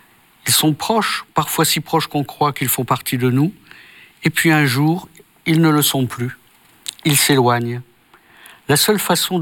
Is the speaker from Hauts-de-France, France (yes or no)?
yes; Tourcoing, Hauts-de-France, France; born there; Dans le Nord, oui. Je suis né dans le Nord. Je suis né à Tourcoing. Dans un milieu modeste. Enfin, et donc, mes parents nous éduquent chrétiennement, mais aussi avec cette fibre particulière qu'est l'action catholique.